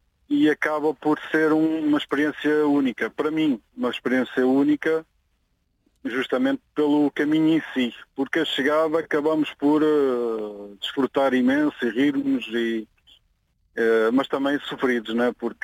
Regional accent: Mira, Centro, Portugal; Somos todos de Mira.

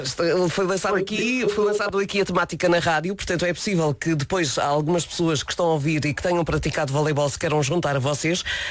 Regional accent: Madeira, Portugal; E não se esqueça que eu sou madeirense, okay.

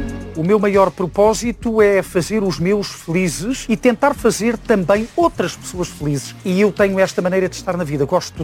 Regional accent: Amadora, Lisbon, Portugal; now in Azores, Portugal; 58 anos, nascido em Lisboa, criado na Amadora e a viver nos Açores. Sou lisboeta, da freguesia da Pena, que entretanto foi extinta. A ligação aos Açores é paternal e maternal. Eu sou lisboeta, filho de um feialense e de uma terceirense.

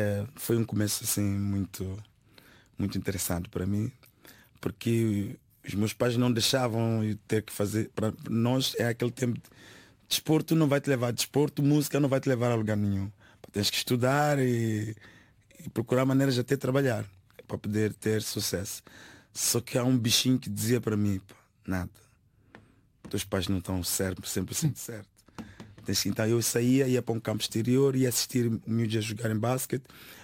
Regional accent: Matola, Maputo, Mozambique; eu sou da Matola

